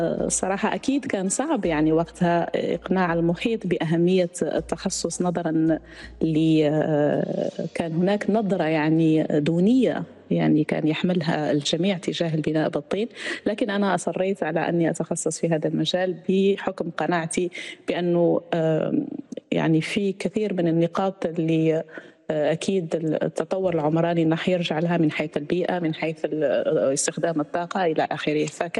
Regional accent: Tamanrasset, Tamanrasset Province, Algeria; أنا مهندسة يعني انولدت في بيئة صحراوية، ومكتبي أيضا متواجد في مسقط رأسي، مدينة تمن راست اللي هي مدينة تقع بالجنوب الجزائري وهي منطقة صحراوية. ف فاهتمامي بالعمارة الترابية نشأ من كوني أنا تولدت في هذه البيئة الصحراوية

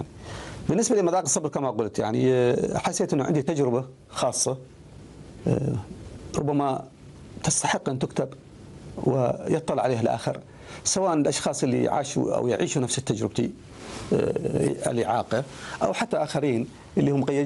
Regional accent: Ash Sharqiyah South, Oman; born there; also born or lived in Sur, Oman / United States; أنا ولدت في منطقة في منطقة الشرقية في قرية صغيرة تسمى وادي المر. هناك بدأت تعلم أو دراسة القرآن الكريم في الهواء الطلق تحت ظل شجرة، وبقيت في هذه وبقيت الأسرة في هذه القرية إلى أن حوالي بلغت من عمر 10 سنوات. بعد ذلك انتقلنا إلى صور

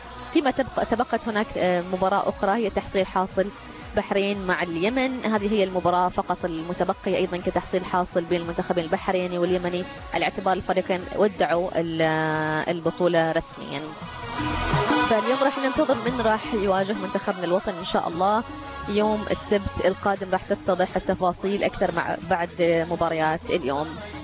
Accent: Oman; ليلة جدا مختلفة بالنسبة لنا كعمانيين

